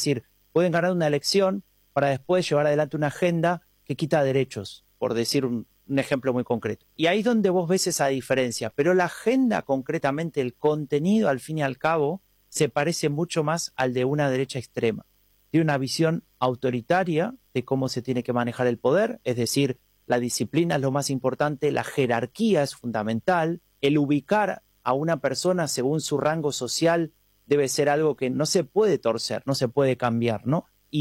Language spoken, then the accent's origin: Spanish; Argentina; Yo soy argentino, entonces también entiendo que esas diferencias de derecha e izquierda a veces cuesta utilizarlas